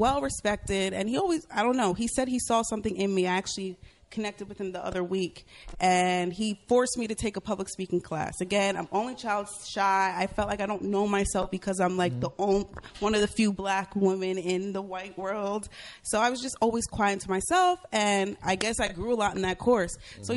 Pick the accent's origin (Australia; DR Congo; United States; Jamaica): Jamaica; speaking of being Jamaican